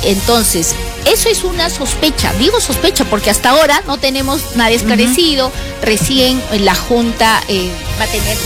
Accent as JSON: {"language": "Spanish", "region": "Arequipa", "country": "Peru", "said": "soy arequipeña al 100% y sureña de corazón."}